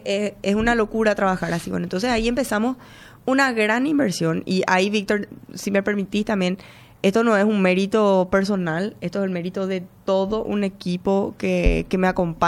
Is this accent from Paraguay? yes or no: yes; Paraguay; como paraguaya, para mí es un tremendo orgullo